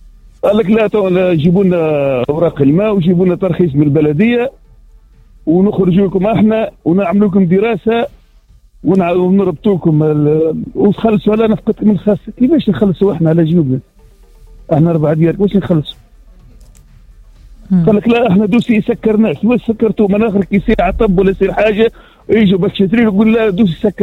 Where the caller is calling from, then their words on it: El Hajeb, Sfax Governorate, Tunisia; مواطن من الحاجب